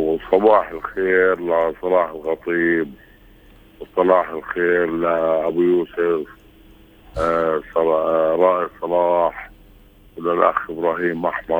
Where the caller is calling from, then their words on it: Hebron, Hebron Governorate, Palestine; اللي كلنا بنعتز انه احنا فلسطينية واحنا خلايلة بالذات.